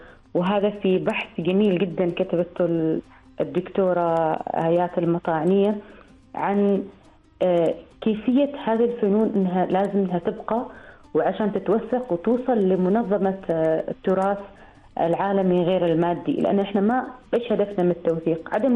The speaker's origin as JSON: {"language": "Arabic", "country": "Oman", "said": "أنا كوني كعماني"}